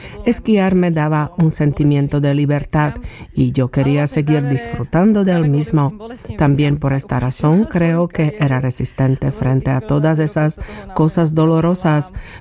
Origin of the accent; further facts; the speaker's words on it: southern Slovakia, Slovakia; Otro factor es el hecho de que provengo del sur de Eslovaquia y aunque no se trata de una tierra plana, tampoco es montañosa y en mi familia tampoco se esquiaba.